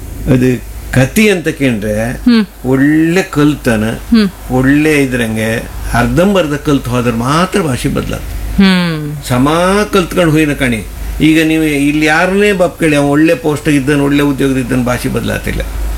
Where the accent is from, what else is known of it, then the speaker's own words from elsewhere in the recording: Karnataka, India; accent: Kundapura Kannada; ಖಂಡಿತ, ಕುಂದಾಪುರ ಕನ್ನಡ ಉಳಿಕ ಸಾಧ್ಯ.